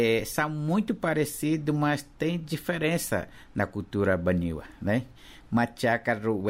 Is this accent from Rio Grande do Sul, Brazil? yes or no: no; Amazonas, Brazil; now in Brasília, Brazil; Eu sou do Amazonas, vivo hoje aqui em Brasília